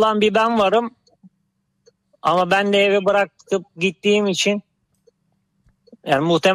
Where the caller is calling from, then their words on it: Balıkesir, Turkey; Balıkesir abi.